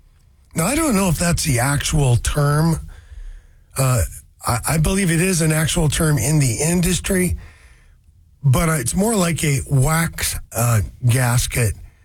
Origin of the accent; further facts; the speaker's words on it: Seattle, Washington, United States; I bet I have mutual friends because I came from Ballard because, yeah, sure, you bet you we had fishing there.